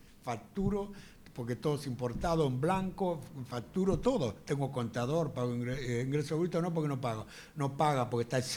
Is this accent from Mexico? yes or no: no; Loma del Mirador, Buenos Aires Province, Argentina; born there; ahí nací y ahí vivo